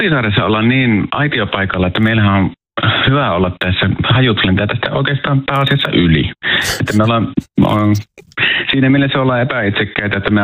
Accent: Kemi, Lapland, Finland; Itse kasvoin en ihan varsinaisesti Paattiossa, vaan kaupunginosan nimi oli Torvinen, mutta omasta ikkunasta näin, kun katsoin ojaa yli, niin näkyy Paattio ja tämähän on kuitenkin Kemissä

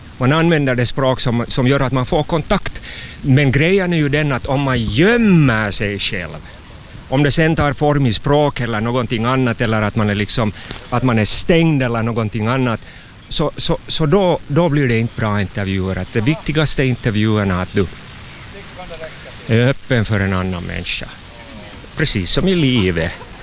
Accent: Hanko, Uusimaa, Finland; moved away as an adult; also born or lived in Canada; Jag är hangöbo, jag är flera egentligen. Jag är finlandssvensk, hangöbo kanske framför allt. Och så är jag också kanadensare.

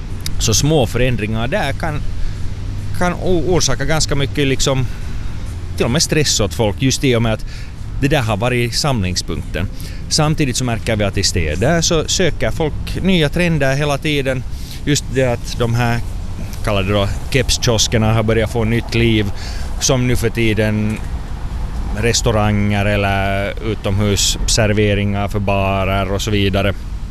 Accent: Sweden; No, jag är uppvuxen i Sverige. Så mina tidigaste barndomsminnen är faktiskt att det var lördagsgodis på Pressbyrån.

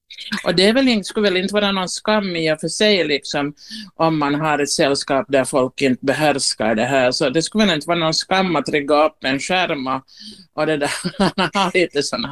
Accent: Vaasa, Ostrobothnia, Finland; Jag är ju hemma från Vasa

